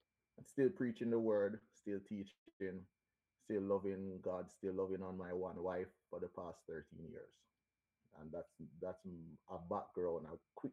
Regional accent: Spanish Town, St. Catherine, Jamaica; Okay, well, I'm Jamaican born, bred, born and raised in Spanish Town, St. Catherine. Grew up in the Rehoboth Church. Was born in that church, then later move on at a tender age to Faith Chapel

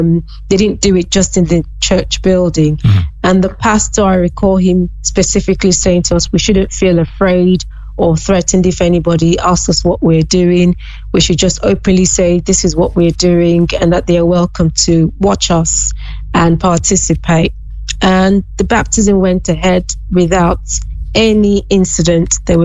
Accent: Western Nigeria, Nigeria; I grew up in the western part of the country, which was relatively peaceful and safe. So where you've seen a lot of the persecution in Nigeria is in the northern part

